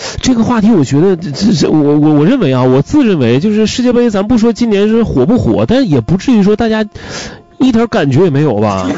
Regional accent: Liaoning, China; 我就是说咱家乡的事，咱八一圈

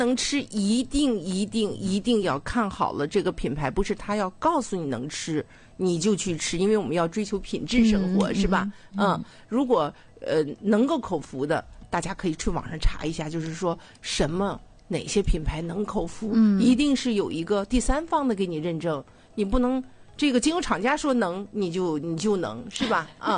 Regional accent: Dalian, Liaoning, China

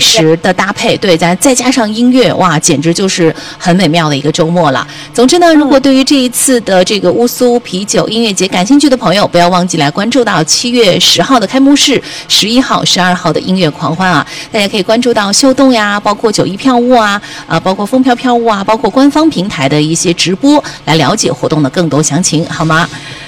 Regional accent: Xinjiang, China

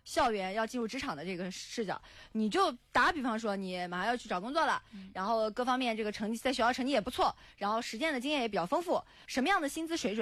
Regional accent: Bengbu, Anhui, China; 我们不是小县城，我们是皖北中心城市，咱不是县城哈，正儿八经地级市。我们1947年就设市了。

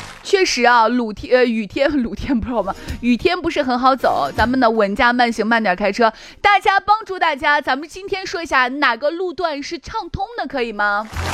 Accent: Shaanxi, China; 我们陕西话叫蛤蟆陵，

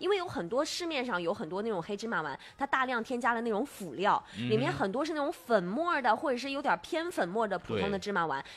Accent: China; 我们中国人讲说它就是黑色为水嘛，

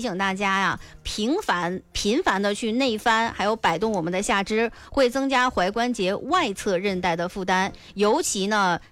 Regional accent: Northeast China, China; 用我们东北话说

